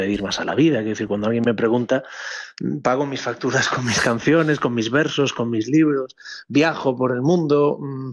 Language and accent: Spanish; Ferrol, Galicia, Spain; donde suele llover, hace frío, me siento aún más en casa que soy de Ferrol y se come de la hostia